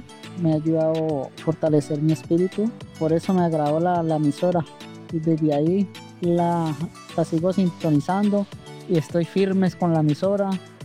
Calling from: Vijes, Valle del Cauca, Colombia; desde acá del municipio de Viges, Valle del Cauca.

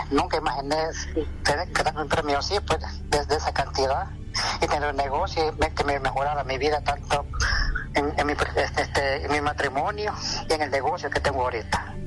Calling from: San Miguel, El Salvador; De aquí, de San Miguel.

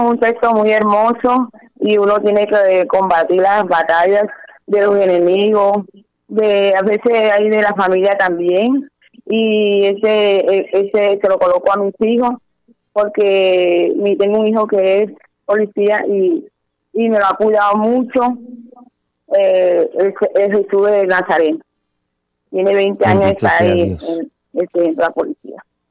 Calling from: Barranquilla, Atlántico, Colombia; Acá en Barranquilla, el barrio Galán.

